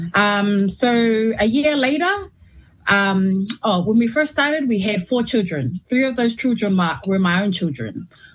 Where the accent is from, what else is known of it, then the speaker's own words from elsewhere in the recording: New Zealand; I was born and raised in Carlos Iosi, New Zealand. And I have been living here my whole entire life. I am half Tongan, half Niuean, and I come from the villages of Tamakau Tonga and Longoteme from Tonga.